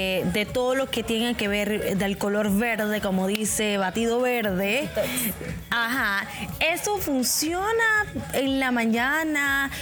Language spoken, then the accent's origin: Spanish; Panama; Que, ejemplo, en la mañana, nosotros como los panameños nos gusta consumir mucho el maíz.